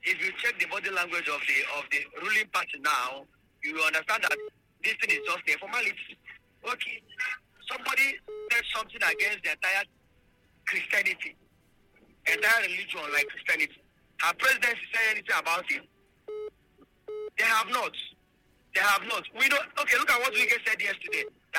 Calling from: Enugu, Enugu State, Nigeria; I come from Enugu.

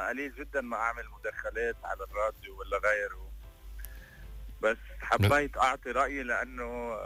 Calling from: Lebanon; أنا كشاب لبناني

